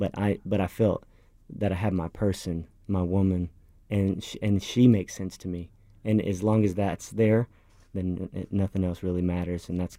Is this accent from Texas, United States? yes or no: yes; North Richland Hills, Texas, United States; So I grew up in a little town outside of Fort Worth called North Richland Hills.